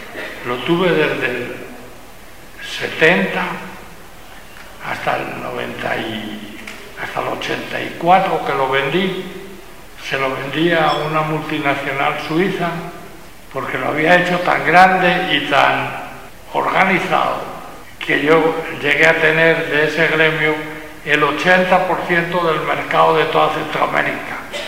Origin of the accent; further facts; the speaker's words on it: Spain; moved away as an adult; los que somos naturales de España